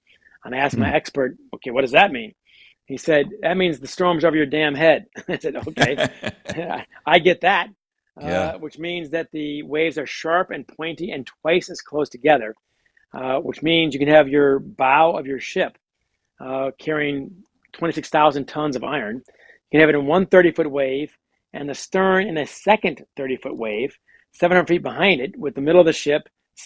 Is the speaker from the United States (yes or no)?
yes; Great Lakes, United States; And look, I grew up in the Great Lakes. I should know more than I did, frankly.